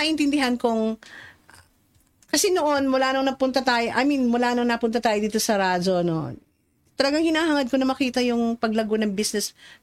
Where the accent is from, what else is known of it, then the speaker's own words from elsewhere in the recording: Quezon, Calabarzon, Philippines; Hindi ako taga Batangas, ako yung taga Quezon